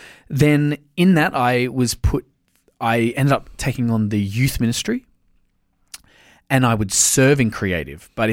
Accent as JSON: {"language": "English", "town": "Gosford", "region": "New South Wales", "country": "Australia", "tie": "born or raised there", "said": "I'm a coastie. I grew up on the Central Coast, born and bred, born in Gosford Hospital."}